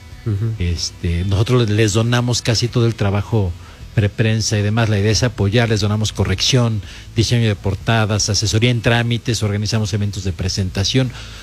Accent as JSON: {"language": "Spanish", "region": "Mexico City", "country": "Mexico", "said": "De Ciudad de México."}